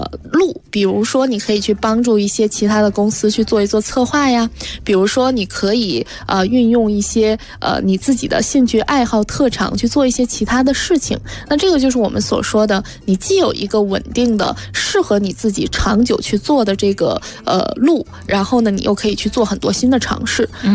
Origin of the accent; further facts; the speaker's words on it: China; 比如说我们中国人经常说鸡蛋不要放在同一个篮子里